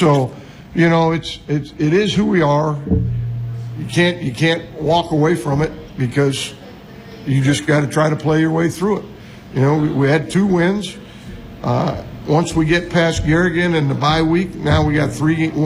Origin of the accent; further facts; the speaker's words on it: Florida, United States; moved away as an adult; also born or lived in Mount Vernon, Iowa; now in Iowa, United States; I grew up in South Florida, came to Cornell College as a player, and over in Mount Vernon, Iowa